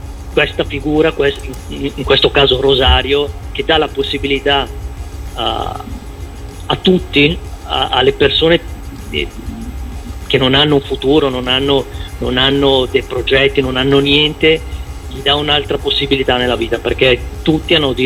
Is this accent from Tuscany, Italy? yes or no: no; Licata, Sicily, Italy; born there; Guardi, io sono di Licata, perché sono nato a Licata, al quartiere della Marina.